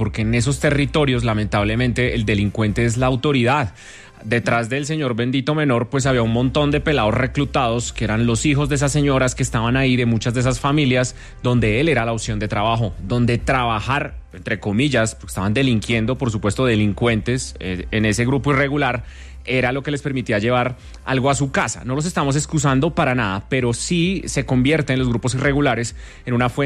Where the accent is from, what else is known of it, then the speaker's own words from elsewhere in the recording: Colombia; nos pone a nosotros a revisarnos como colombianos